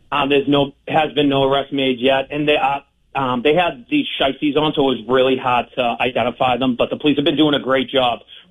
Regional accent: Boston, Massachusetts, United States; I'm born and raised in South Boston. I'm 42 years old. My parents are from South Boston.

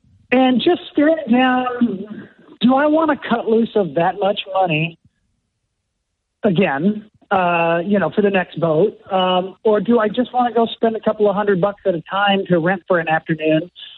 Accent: United States; born there; now in Dallas, Texas, United States; We've been boaters. I grew up on the Mississippi River

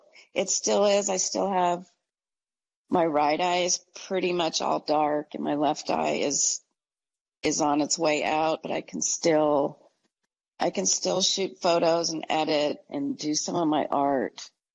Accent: San Francisco, California, United States; And for the next 20 years, I grew up in the Bay Area, San Francisco, and I sought out all kinds of alternative modalities

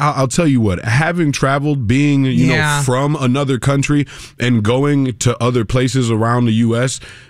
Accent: Illinois, United States; born there; now in Milwaukee, United States; I grew up in Illinois for a large part of my like young life, mm-hmm. my child life. Grown, been in Wisconsin.

